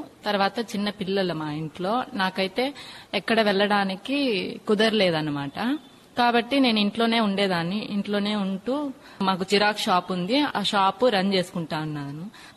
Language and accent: Telugu; Tirupati, Andhra Pradesh, India; నాది తిరుపతి ఆటోనగరు అంబేద్కర్ కాలనీ.